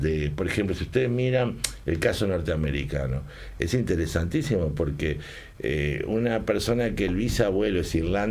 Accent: Uruguay; yo soy un uruguayo típico, pasaporte italiano.

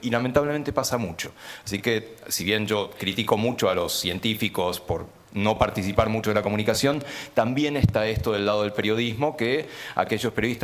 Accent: Argentina; Yo vengo de Argentina

